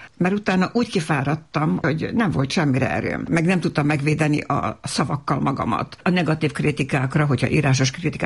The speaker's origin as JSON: {"language": "Hungarian", "town": "Novi Sad", "region": "Vojvodina", "country": "Serbia", "tie": "born or raised there", "said": "Hát Újvidéken, a városban nőttem fel, szerb környezetben, tehát az utcán szinte ugyanabban az időben tanultam meg magyarul is, meg szerbül is"}